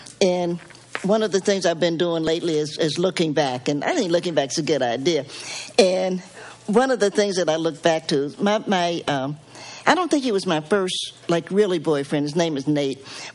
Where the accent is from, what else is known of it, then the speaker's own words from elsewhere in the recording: Knoxville, Tennessee, United States; born there; I'm a Knoxvillian by birth. I was the first person actually in my family born in a hospital. I was born in Knoxville General Hospital.